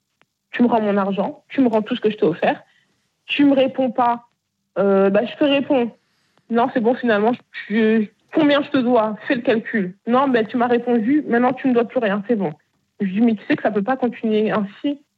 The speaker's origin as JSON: {"language": "French", "town": "Bayonne", "region": "Nouvelle-Aquitaine", "country": "France", "said": "Parce que moi, je viens de Bayonne."}